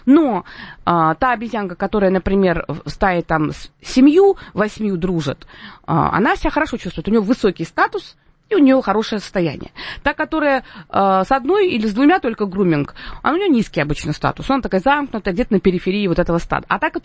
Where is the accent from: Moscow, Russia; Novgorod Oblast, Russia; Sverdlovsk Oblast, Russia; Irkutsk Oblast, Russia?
Moscow, Russia; born there